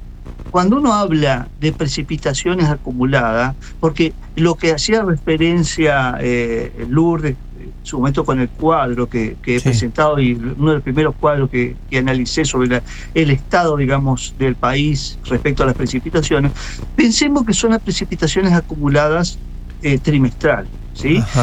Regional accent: Goya, Corrientes, Argentina; moved away as an adult; now in La Plata, Argentina; Yo nací en Goya. Yo crecí hasta, hice la secundaria en Goya. Y después me vine a estudiar a La Plata.

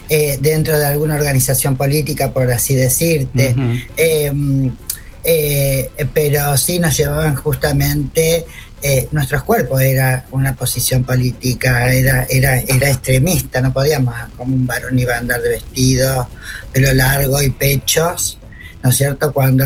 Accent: Rosario, Santa Fe, Argentina; now in Córdoba, Argentina; yo migro a Córdoba. ¿No es cierto? Soy de Rosarina, migro a Córdoba por la violencia en dictadura.

